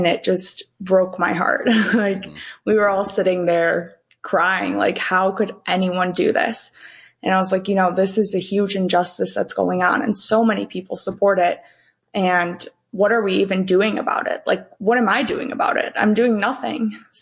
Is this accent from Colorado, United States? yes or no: no; Grand Rapids, Michigan, United States; I am from Grand Rapids, born and raised. I did actually go to college in Ohio. I went to the University of Dayton.